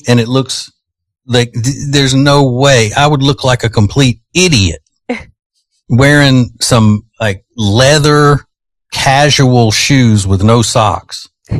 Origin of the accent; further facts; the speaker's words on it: Louisiana, United States; when I was growing up in Louisiana, we call that flooding